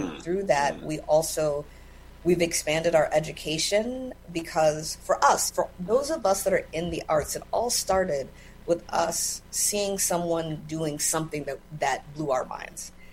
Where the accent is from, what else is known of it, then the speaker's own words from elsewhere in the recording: California, United States; I grew up in California, and as all things do that start with me, it started with Sesame Street.